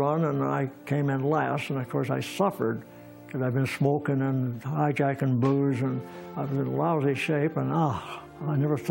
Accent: Torrance, California, United States; first language it; English is a second language; also born or lived in New York; I couldn't speak English, so I'm in kindergarten, and the only reason I got to the first grade is because I cheated.

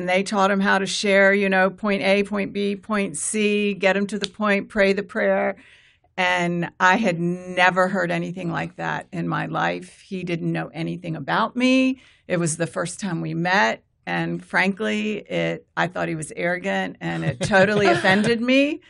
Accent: Richmond, Virginia, United States; It's crazy to me that I grew up Virginia sort of in the South. I'm from Richmond, Virginia

